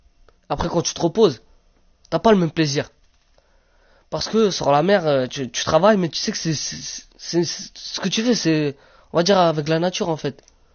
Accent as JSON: {"language": "French", "country": "Romania", "tie": "born or raised there", "moved": "yes", "lives_now": "France", "said": "moi, en Roumanie, quand j'allais à l'école, je me demandais pas si j'étais Rome ou j'étais Roumain."}